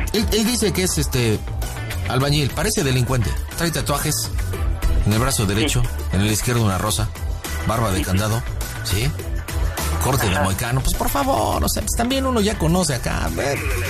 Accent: State of Mexico, Mexico; Le doy gracias a Dios no ser poblano y soy del Estado de México, cabrón

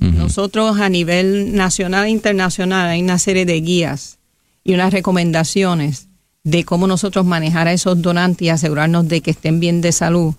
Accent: Puerto Rico; nosotros como puertorriqueños, compatriotas y ciudadanos, tenemos que aprender a donar de manera altruista.

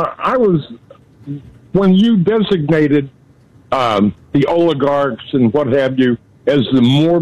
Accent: Kansas, United States; Now, I'm from Kansas, which is the heart of the nation, and a hotbed of Republicans.

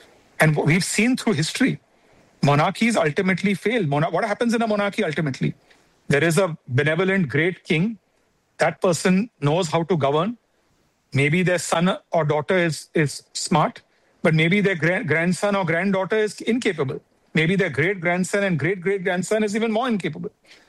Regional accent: India

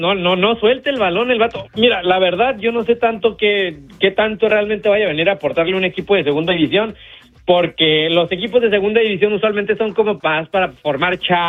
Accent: Ciudad Juárez, Chihuahua, Mexico; Yo soy de Juárez.

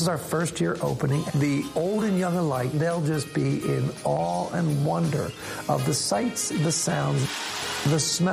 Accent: Columbia, Pennsylvania, United States; My hometown, with all the garland and all the wreaths and all the storefront windows.

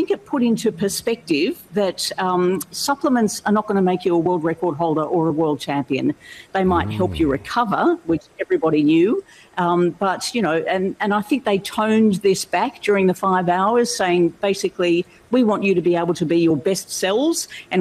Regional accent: Australia; I come from Australia.

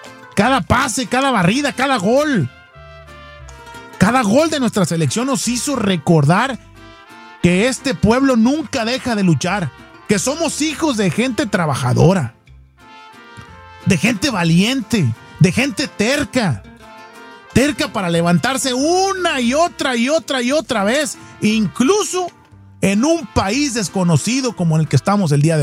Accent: Mexico; es que soy mexicano y es mi sentimiento, es mi sentir y es así soy yo

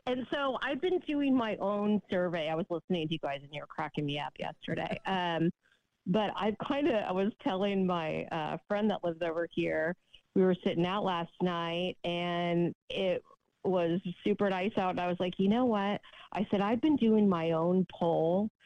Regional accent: California, United States; I'm from the Bay Area, your old stomping ground.

